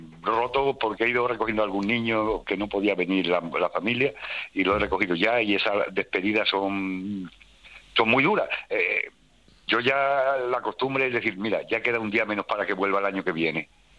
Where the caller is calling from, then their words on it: Valverde de Mérida, Extremadura, Spain; Aquí, yo hablo de Cebalverde, de Mérida